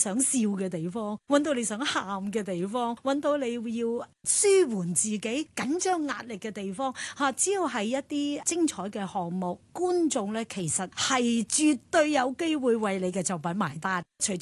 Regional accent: Hong Kong; 我哋香港人又好

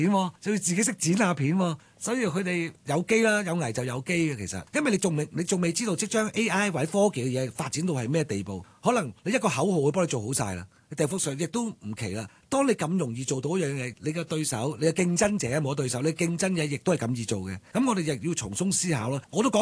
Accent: Hong Kong; 我自己身為土生土長香港人，我梗係以香港為個基本㗎啦。

